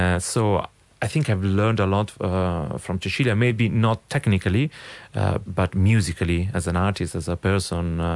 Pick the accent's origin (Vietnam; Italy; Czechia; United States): Italy; Milan, Lombardy; I mean, as I grew up in Milano, so when I went to opera was La Scala